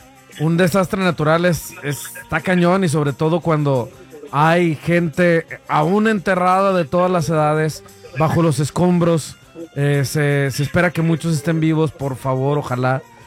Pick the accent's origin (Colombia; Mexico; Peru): Mexico